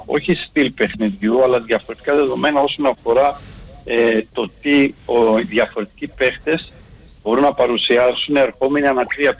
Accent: Greece; ως Έλληνες και ως λάτρεις του μπάσκετ που είμαστε μέσα στην Ελλάδα.

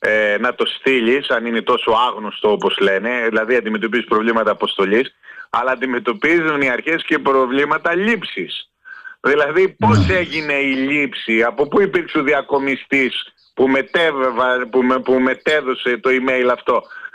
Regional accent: Greece

